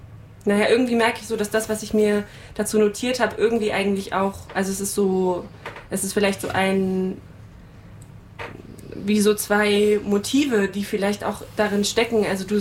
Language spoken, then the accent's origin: German; Hamburg, Germany; ich bin ja auch in Hamburg aufgewachsen